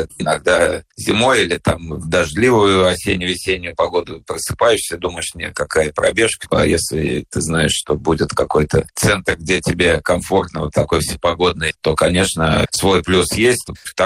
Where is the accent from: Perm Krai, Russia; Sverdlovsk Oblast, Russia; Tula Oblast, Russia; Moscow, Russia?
Moscow, Russia; Я сам вырос, например, в Олимпийской деревне, такой замечательный район Москвы, где, собственно, жили спортсмены во время Олимпийских игр 1980 года.